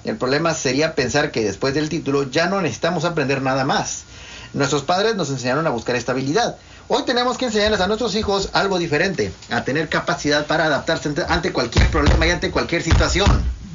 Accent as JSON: {"language": "Spanish", "town": "Ciudad Victoria", "region": "Tamaulipas", "country": "Mexico", "tie": "born there", "also_born_or_lived": "Reynosa"}